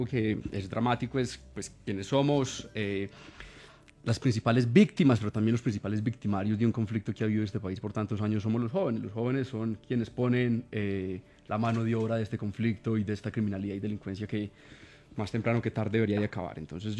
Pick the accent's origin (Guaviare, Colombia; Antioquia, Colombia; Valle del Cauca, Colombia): Antioquia, Colombia; Medellín; born there; Una es la suerte mía porque nací en Medellín, en un hogar, clase media, donde mis papás tuvieron la oportunidad de ser los primeros de su familia en ir a la educación pública.